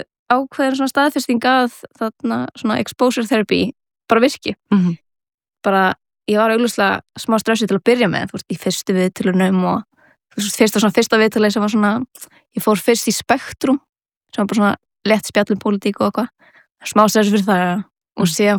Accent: Reykjavík, Capital Region, Iceland; ég ólst upp eða fættist í Reykjavík og haf alltaf búið hér bjó fyrstu 7 ár æfuminar á Baldurskötunni nýri bæ og svona miðbæjar barn

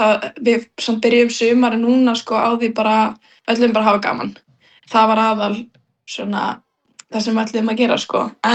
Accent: Vopnafjörður, Eastern Region, Iceland; Já, við erum svo að frá Vopnafirði og þá er mjög líklegt að við séum að vinna í Brim

